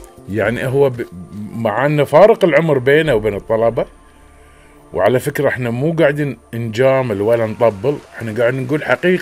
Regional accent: Bahrain; احنا كبحرينيين

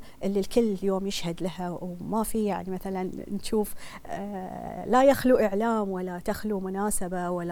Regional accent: Bahrain; نفتخر فيها كبحرين ومواطنين

